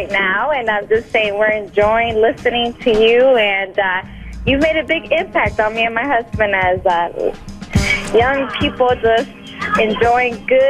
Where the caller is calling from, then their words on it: Puerto Rico; I'm from Puerto Rico. This is … calling from Puerto Rico.